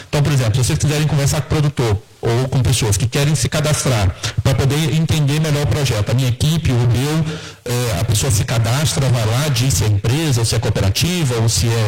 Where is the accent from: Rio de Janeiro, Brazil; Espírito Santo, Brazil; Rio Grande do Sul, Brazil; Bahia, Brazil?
Rio de Janeiro, Brazil; now in Mariana, Brazil; Eu sou do Rio de Janeiro, moro em Mariana há bastante tempo, sou apaixonado pela região, hoje sou cidadão marianense